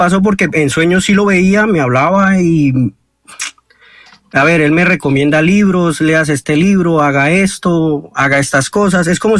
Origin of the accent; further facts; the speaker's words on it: Bucaramanga, Santander, Colombia; pues yo soy de aquí, de Bucaramanga.